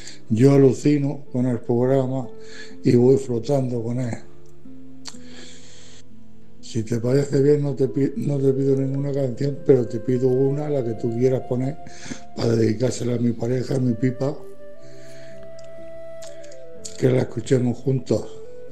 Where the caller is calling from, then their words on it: Fuente Álamo, Region of Murcia, Spain; de Fuente Álamo, Murcia